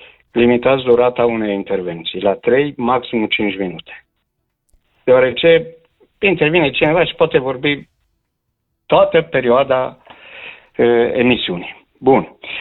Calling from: Cluj-Napoca, Cluj County, Romania; sunt din Cluj

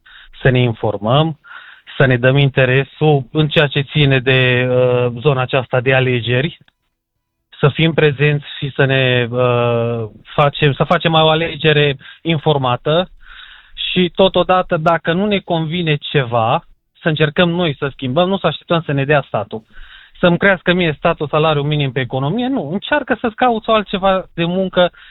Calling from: Satu Mare, Satu Mare County, Romania; și sunt de la Satu Mare

